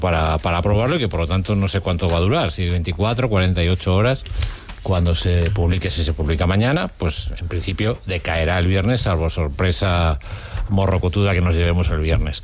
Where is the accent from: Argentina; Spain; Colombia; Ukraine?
Spain; Vigo, Galicia; soy de Vigo.